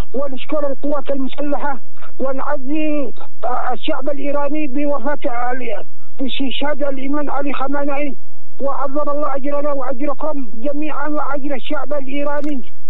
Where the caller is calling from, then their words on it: Yemen; محافظة ابن جديد بالعزة الثانية.